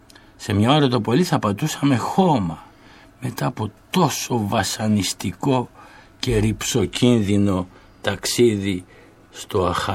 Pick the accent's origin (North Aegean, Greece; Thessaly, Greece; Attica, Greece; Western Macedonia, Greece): Attica, Greece; Athens; «Νο», απάντησα, «je suis Athènes», δηλαδή από της Αθήνας.